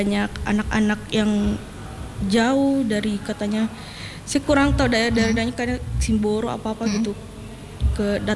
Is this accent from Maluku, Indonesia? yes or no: no; Makassar, South Sulawesi, Indonesia; now in Mamuju, Indonesia; Apalagi saya tuh di Mamuju pendatang, saya dari Makassar.